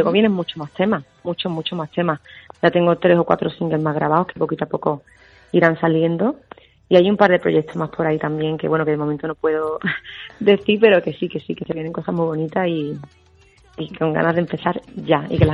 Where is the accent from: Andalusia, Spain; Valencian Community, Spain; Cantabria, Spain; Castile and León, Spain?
Andalusia, Spain; Marbella; yo tengo raíces, soy de Marbella, pero tengo raíces gaditanas. Mis padres son de un pueblo de Arcos de la Frontera.